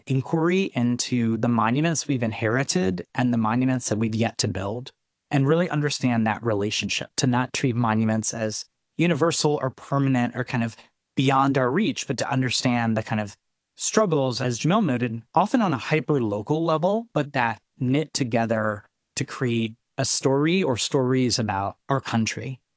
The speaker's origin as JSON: {"language": "English", "town": "Philadelphia", "region": "Pennsylvania", "country": "United States", "tie": "born or raised there", "said": "I'm born and raised in Philadelphia."}